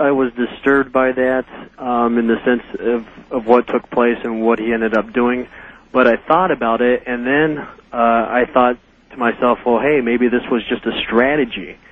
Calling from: Phoenix, Arizona, United States; I'm calling from Phoenix, Arizona.

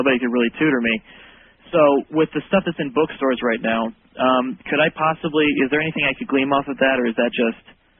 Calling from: Madera, California, United States; I'm in Madera, California.

